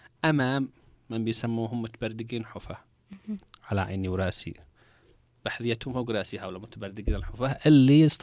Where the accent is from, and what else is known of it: Yemen